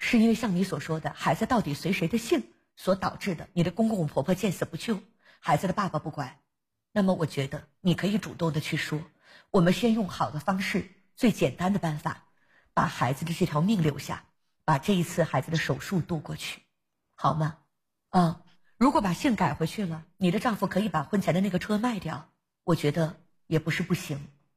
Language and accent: Chinese; northern China, China; 我是北方人，我可能不懂这些习俗